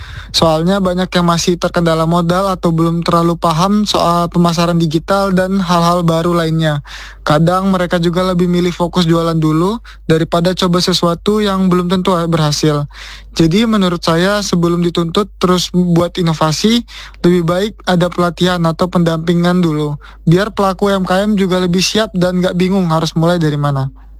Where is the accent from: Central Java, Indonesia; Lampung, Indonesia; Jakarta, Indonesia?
Lampung, Indonesia; Bandar Lampung; saya dari Bandar Lampung.